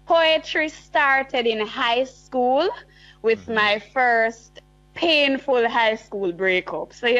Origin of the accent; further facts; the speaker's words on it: Saint Elizabeth, Jamaica; I am from Magaty in St. Elizabeth, Jamaica.